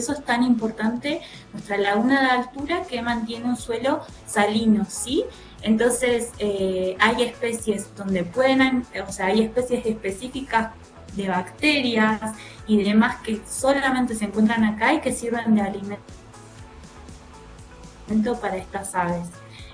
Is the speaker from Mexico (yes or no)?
no; Patagonia, Argentina; He vivido en todos lados y lo que pasa es que a mí me tiran mis raíces. Yo soy bosque andino patagónica, pero no quita de que siento un amor profundo por la exuberancia de Misiones